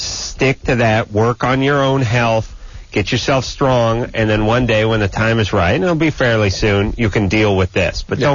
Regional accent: North Hollywood, California, United States; I grew up in North Hollywood.

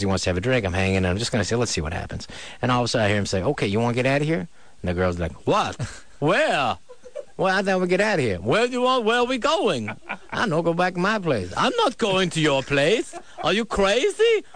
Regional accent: San Francisco, California, United States; I grew up in San Francisco.

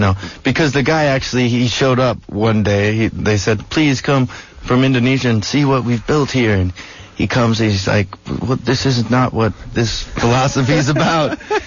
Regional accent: Virginia, United States; I was born in Virginia on this commune called Skymont.

